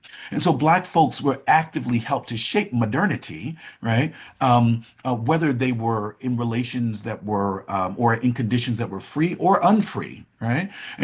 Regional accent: Mississippi, United States; moved away as an adult; also born or lived in New York City; I moved from Mississippi, where Tougaloo is and where I was born and raised, to New York City.

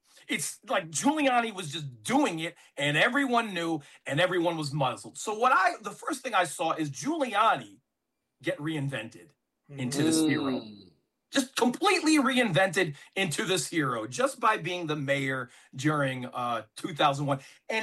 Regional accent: New York, United States; moved away as an adult; now in Washington, D.C., United States; I'm a native New Yorker. I moved to D.C. in 2000

